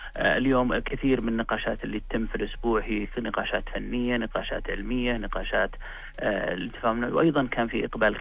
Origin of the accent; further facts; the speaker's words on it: Saudi Arabia; اليوم إحنا يعني بلد بطبيعة مختلفة. إحنا بلد صحراوي